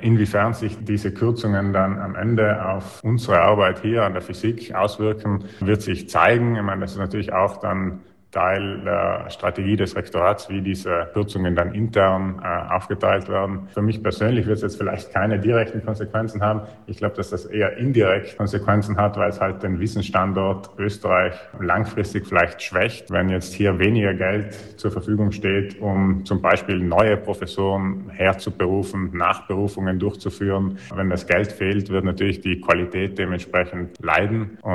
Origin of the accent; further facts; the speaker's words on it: South Tyrol, Italy; Und es ist natürlich schön, wenn man als Südtiroler in Italien gesehen wird und in dem Sinn da geehrt wird.